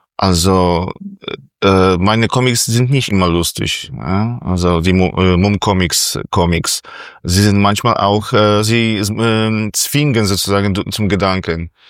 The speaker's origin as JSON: {"language": "German", "town": "Bydgoszcz", "region": "Kuyavian-Pomeranian Voivodeship", "country": "Poland", "second_language": "German", "moved": "as an adult", "lives_now": "Berlin, Germany"}